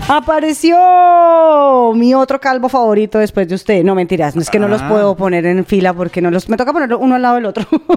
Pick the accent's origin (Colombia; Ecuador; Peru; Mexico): Colombia; moved away; No, porque yo vengo de Colombia, papito, yo puedo llevar 20 años acá, pero no, ya les dije a mis amigos. Yo, tradición colombiana para el cumpleaños, al favor.